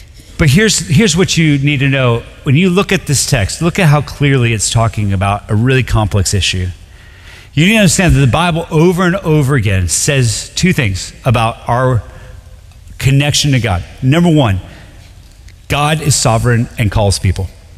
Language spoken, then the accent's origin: English; United States; I know as an American